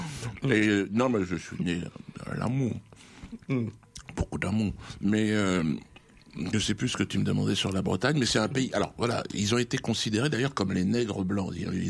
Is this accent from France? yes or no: no; Cameroon; j'ai fait le parcours initiatique dans la forêt du Cameroun. Je suis un Camerounais.